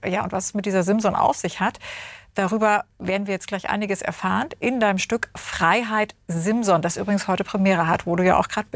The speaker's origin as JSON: {"language": "German", "region": "Saxony", "country": "Germany", "said": "oder wie ich als Sächsin sage, die Simme"}